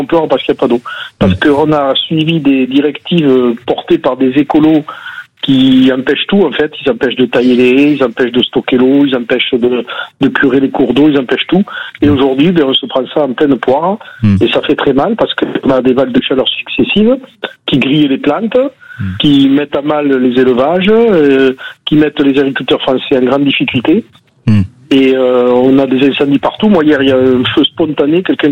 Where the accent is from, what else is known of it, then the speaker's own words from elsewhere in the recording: Nouvelle-Aquitaine, France; moi je suis du Lot-et-Garonne.